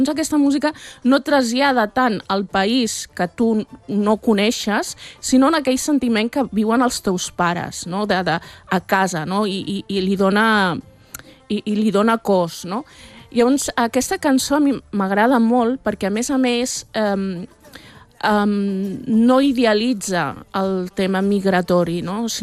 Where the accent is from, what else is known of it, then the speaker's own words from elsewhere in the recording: Catalonia, Spain; jo no tinc nostàlgia, perquè jo sóc catalana espanyola, no tinc nostàlgia del Marroc